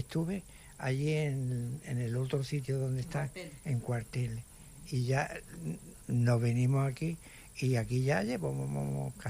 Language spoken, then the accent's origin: Spanish; San Roque, Andalusia, Spain; also born or lived in Basque Country; now in Málaga, Spain; Yo soy de San Roque, de un pueblo de Cádiz. Oh. San Roqueño.